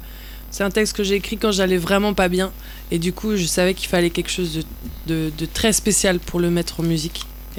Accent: Brest, Brittany, France; c'est un morceau qui parle du coup de ma ville natale, de Brest même.

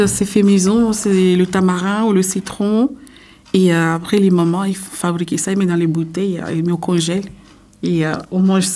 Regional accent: Mayotte; also born or lived in Castres; now in Rennes, France; j'ai 37 ans, je viens de Mayotte.

